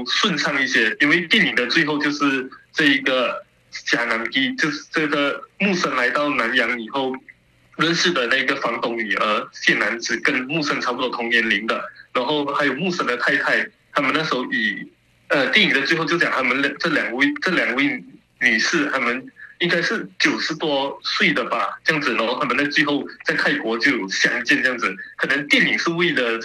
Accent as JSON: {"language": "Chinese", "country": "Malaysia", "accent": "Malaysian", "said": "我用我们马来西亚的口音，"}